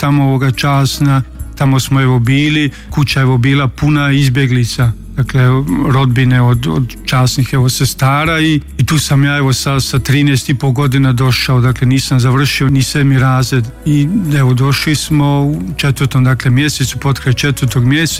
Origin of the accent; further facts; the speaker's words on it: Brčko District, Bosnia & Herzegovina; now in Osijek, Croatia; Rođen sam u Posavini, malo mjesto koje se zove Marković polje, odnosno Drenava, to je općina tadašnja bila, Brčko, pripadamo po novome, tada kad sam ja evo rođen, te 78. godine